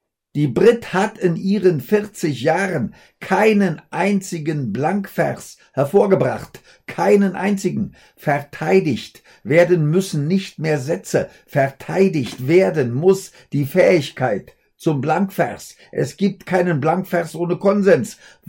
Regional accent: West Berlin, Berlin, Germany

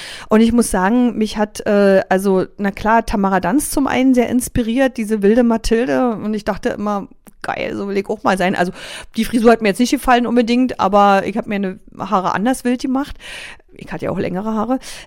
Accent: Berlin, Germany; accent: East Berlin; Da wurde mir mein Ostberliner Dialekt zum Beispiel immer, du Berlinerst, da hört man ja gleich, woher du kommst.

